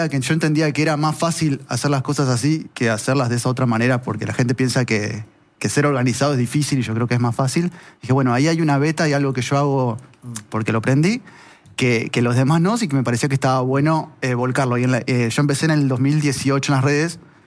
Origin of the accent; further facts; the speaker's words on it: Esperanza, Santa Fe, Argentina; correcto. Exactamente. Y me fui a Santa Fe Capital con dos amigos del colegio.